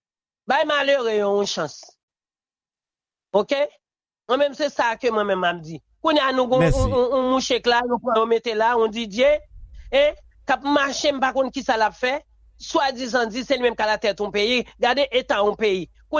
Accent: Haiti; je sens que je suis frustré en tant que haïtien

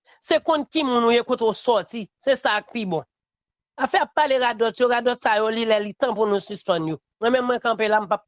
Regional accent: Haiti; Parce que moi-même, moi, je sens me frustré en tant que haïtien.

